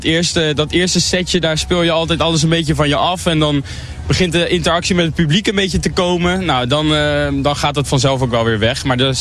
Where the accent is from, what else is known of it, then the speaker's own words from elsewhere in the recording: Steenbergen, North Brabant, Netherlands; We komen uit Steenbergen.